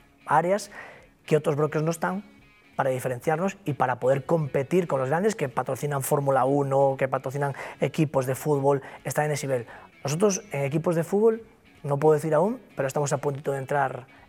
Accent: Galicia, Spain; accent: Galician; Yo soy gallego, se me nota por el acento.

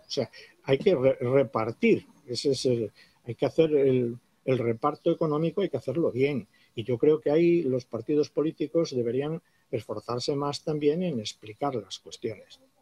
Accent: Spain; antes soy militar, pero soy español

